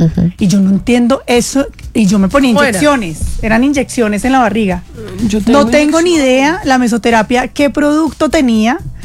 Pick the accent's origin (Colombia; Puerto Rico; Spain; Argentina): Colombia; Manizales, Caldas; Cuando yo entré a la televisión, pues yo era una niña de provincia. O sea, yo llegué de Manizales con una caja y una gallina, mentiras, pero sí, con muchas cosas por aprender.